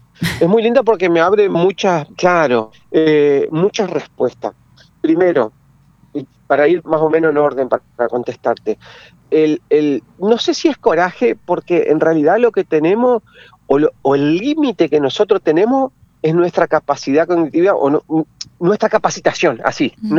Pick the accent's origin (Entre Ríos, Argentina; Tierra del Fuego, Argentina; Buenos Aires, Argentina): Entre Ríos, Argentina; General Ramírez; Yo soy de General Ramírez. Uh-huh. General Ramírez, 60 kilómetros al sur de la localidad de Paraná, sobre Ruta Nacional número 12.